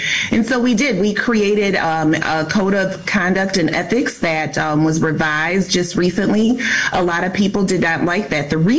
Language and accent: English; Muskegon, Michigan, United States; I'm from Muskegon, Michigan.